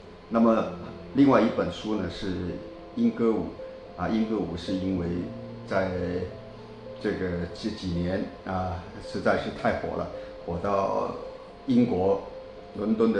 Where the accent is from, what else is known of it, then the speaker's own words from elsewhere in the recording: Guangdong, China; 在我们家乡那不用说，我们很著名的有广东潮剧团啊、潮州潮剧团啊等等，每个县每个区以上的单位都基本有潮剧团。